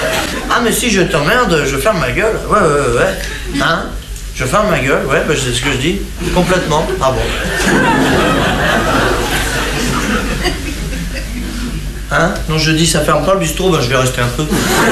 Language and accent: French; France; Ouais, bah, je suis bien placé, hein, je suis français.